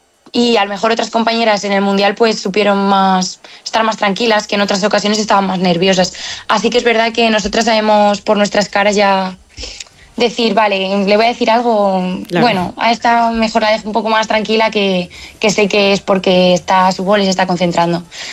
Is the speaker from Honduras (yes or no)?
no; Spain; aparte somos las primeras españolas de la delegación en conseguirlo